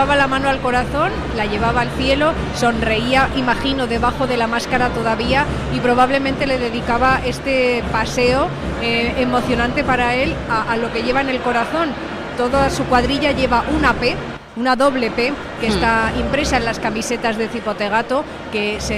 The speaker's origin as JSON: {"language": "Spanish", "region": "Aragon", "country": "Spain", "tie": "born or raised there", "said": "Que yo vengo del Moncayo, alcalde. Mi pueblo bueno, está a 8 kilómetros de aquí."}